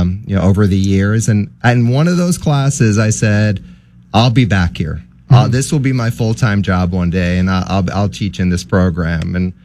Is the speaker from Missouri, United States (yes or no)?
no; New York City, New York, United States; moved away as an adult; now in Tucson, United States; I grew up in Brooklyn, New York, so I went to Aqueduct and Belmont and Saratoga